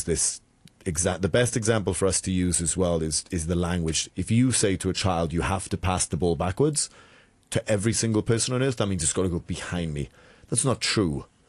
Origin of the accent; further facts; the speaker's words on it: Wales, United Kingdom; now in Hong Kong; I'm from Wales, we're a 3 million strong nation